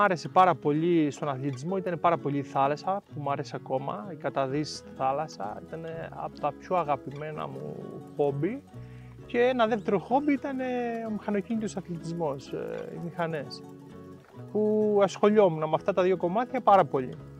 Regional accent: Galia, Crete, Greece; Και εγώ είμαι χαρούμενος που είστε στο χωριό μου, που σας φιλοξενώ σήμερα σε ένα, νομίζω, πολύ όμορφο χωριό του Δήμου Φεστού

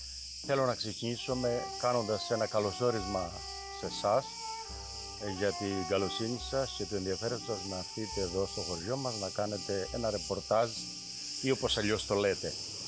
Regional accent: Galatas, Crete, Greece; born there; moved away; πράγματι δεν γεννήθηκα εδώ, αλλά νιώθω σαν να γεννήθηκα. Κατάγομαι από το Γαλατά Παιδιάδος. Τώρα αυτό το χωριό είναι μισοδιαλυμένο λόγω του σεισμού, έχει ερημωθεί. Είμαι εδώ 41 χρόνια, αλλά νιώθω χωριανός εδώ.

